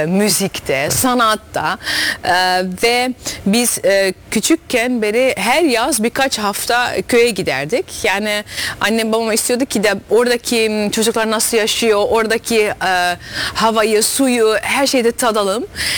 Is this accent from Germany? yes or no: no; Netherlands; born there; Turkish is a second language; also born or lived in Turkey; Benim annem 7 yaşındayken Hollanda'ya geldi.